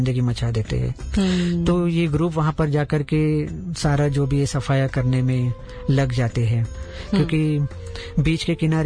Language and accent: Hindi; Mumbai, Maharashtra, India; जैसे अभी मैं मुंबई से बिलोंग करते, तो मैं मुंबई के बारे में आपको बताना चाहता हूँ